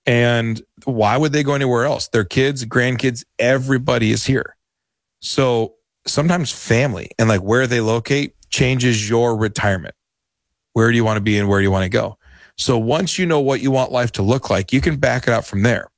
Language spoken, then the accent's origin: English; Dover, Delaware, United States; born there; also born or lived in Indiana, United States / Michigan, United States; So I was born on the Dover Air Force Base in Dover, Delaware. And my parents were from the East Coast. And then we moved to Indiana because of the Army. And then moved up to Michigan because of the Army.